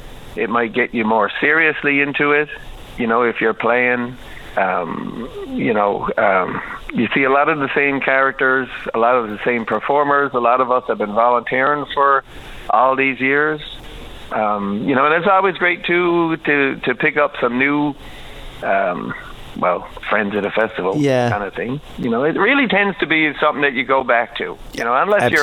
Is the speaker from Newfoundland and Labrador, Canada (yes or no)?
yes; Mount Pearl, Newfoundland and Labrador, Canada; because I grew up in Mount Pearl, I just assumed, because I wasn't in town when the folk festival was on the go here. I used to spend my summers out in Terra Nova.